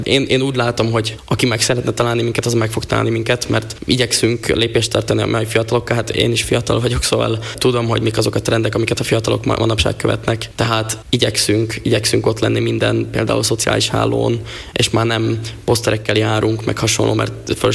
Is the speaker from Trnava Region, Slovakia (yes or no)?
yes; Kráľová nad Váhom, Trnava Region, Slovakia; now in Prague, Czechia; Vágkirályfán, Galántos helyek között egy kis faluban, Felvidéken.